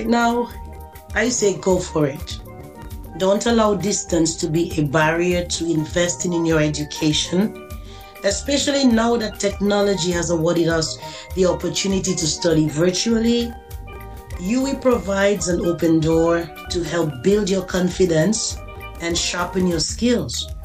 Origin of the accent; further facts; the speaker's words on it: Dominica; now in United States; I am from Tedmon, Dominica, now residing in the United States. I am married with children